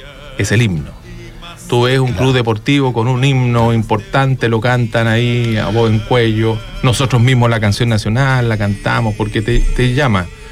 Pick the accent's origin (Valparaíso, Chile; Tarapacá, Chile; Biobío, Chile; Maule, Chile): Tarapacá, Chile; Iquique; born there; Por ejemplo, yo nací en Iquique.